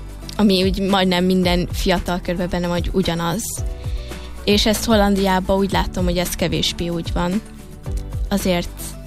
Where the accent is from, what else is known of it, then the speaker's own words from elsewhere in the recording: Hungary; now in Netherlands; Szóval, ha én azt mondom, hogy magyar vagyok, a másik az, hogy afgán, a másik azt mondja, hogy egyiptomi